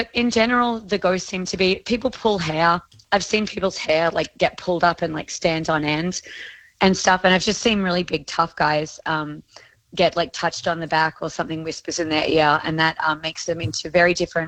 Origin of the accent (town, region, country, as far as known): Australia; moved away as an adult; now in Cincinnati, United States